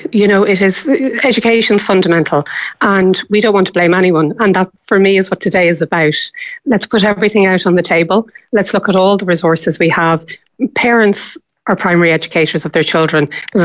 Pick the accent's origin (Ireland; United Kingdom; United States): Ireland; I think as Irish people, we really value education.